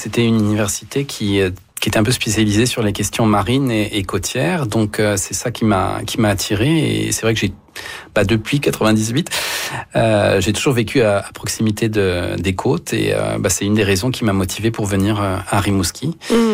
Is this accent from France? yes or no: yes; Hauts-de-France, France; moved away; Moi, j'ai grandi dans au nord de Paris, mais c'est en Picardie, en fait. C'est une région dans le nord de Paris.